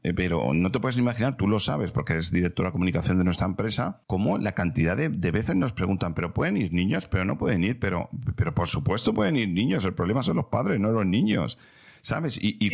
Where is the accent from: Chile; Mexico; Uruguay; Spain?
Spain; Valencian Community